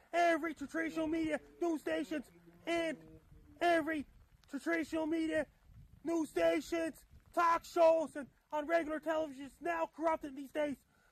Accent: Sydney, Nova Scotia, Canada; lots of snow has been falling down in my hometown in Sydney, Nova Scotia. As of right now, I repeat, it's snowing out in Sydney where I'm at right now.

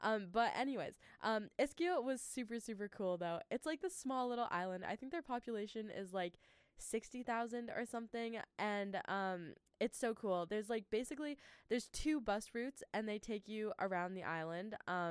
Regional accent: Prince George, British Columbia, Canada; born or raised there

